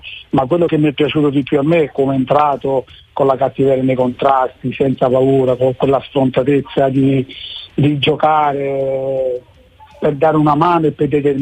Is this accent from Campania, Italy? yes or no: yes; Naples, Campania, Italy; Da buon napoletani scaramantici che siamo